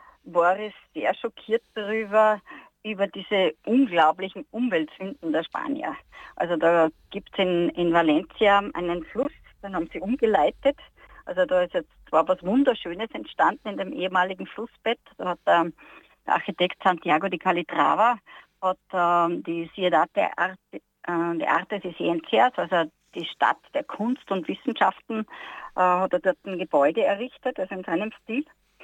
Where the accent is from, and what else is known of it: Austria; moved away